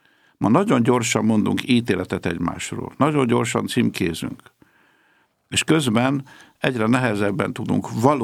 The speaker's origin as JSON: {"language": "Hungarian", "town": "Domonyvölgy", "region": "Pest", "country": "Hungary"}